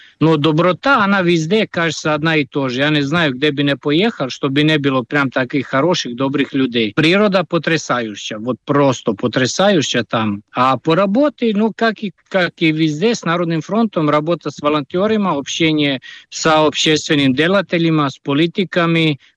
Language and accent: Russian; Serbia; Russian is a second language; moved away; Ну как, я просто уехал из Сербии 2013 года, не хотелось больше жить там.